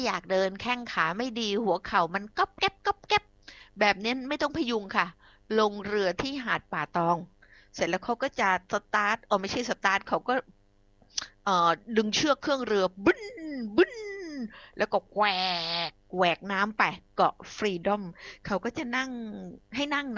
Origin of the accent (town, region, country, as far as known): Phuket, Thailand